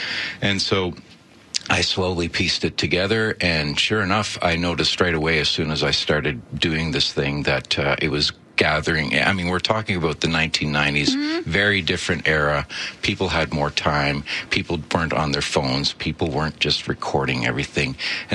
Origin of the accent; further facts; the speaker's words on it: Ottawa, Ontario, Canada; I grew up in Ottawa, so I was kind of in the heartbed of Canada.